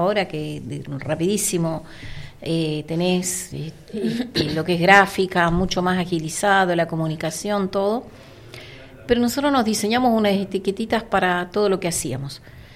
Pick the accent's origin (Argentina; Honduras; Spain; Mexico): Argentina; Fernández Oro, Río Negro; nosotras somos mujeres de Fernández Oro.